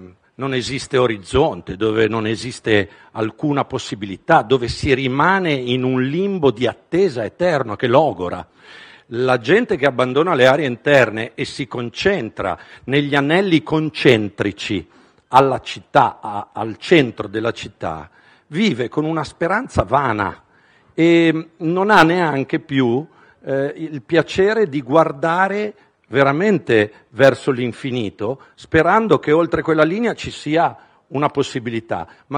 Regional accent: Genoa, Liguria, Italy; moved away; io sono di Genova. Genova è considerata una grande città, erroneamente, è la più provinciale delle città del nord, è un paesone che vive lo spopolamento

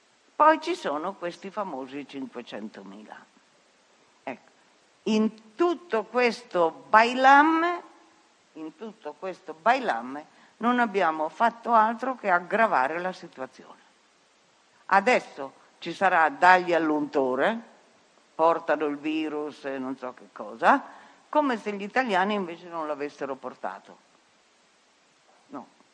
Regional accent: Piedmont, Italy; Io sono piemontese

